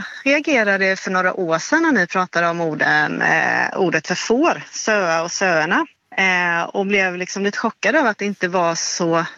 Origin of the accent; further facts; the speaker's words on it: Jönköping County, Sweden; För där jag är uppvuxen är nära Västgötagränsen, väster om Värnamo, så är det ett ord som jag är uppvuxen med.